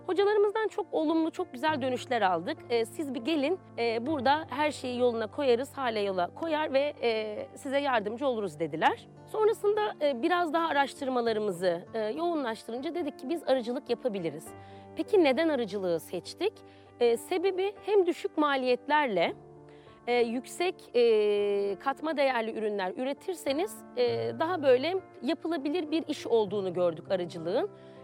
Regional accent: İzmir, Turkey; Bir de ben şehirde büyüdüm. İzmir'in merkezinde büyüdüm. Köy hayatı bilmiyorum.

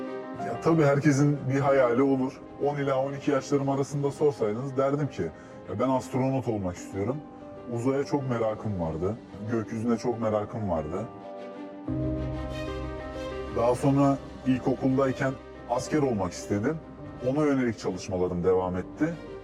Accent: Istanbul, Turkey; Ben klasik bir Anadolu ailesinde doğdum. Babam köyden İstanbul'a göç etti ve birkaç sene sonra zaten ben doğdum. İstanbul'un merkezinden biraz daha uzakta olan bir bölgesine taşındım.

